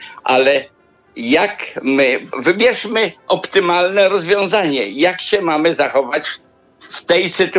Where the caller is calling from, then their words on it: Warsaw, Masovian Voivodeship, Poland; z Warszawy.